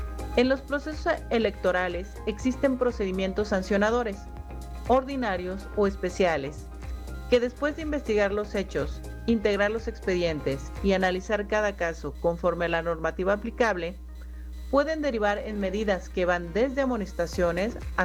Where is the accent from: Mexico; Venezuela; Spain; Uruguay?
Mexico; Querétaro